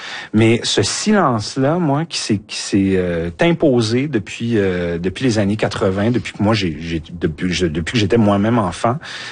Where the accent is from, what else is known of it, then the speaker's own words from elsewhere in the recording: La Tuque, Quebec, Canada; Parce que moi, j'ai grandi à La Tuque, en Haute-Mauricie. Donc, je suis un gars de région.